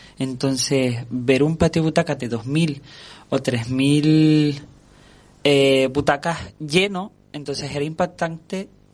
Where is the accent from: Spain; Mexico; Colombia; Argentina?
Spain; Canary Islands; son 53 actores y los 53, 50 somos canarios.